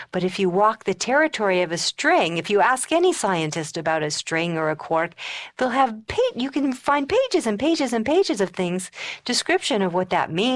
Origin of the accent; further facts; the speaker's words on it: Colorado, United States; You know, I like California. I come from Colorado. It's bone dry there, so my hair is really straight.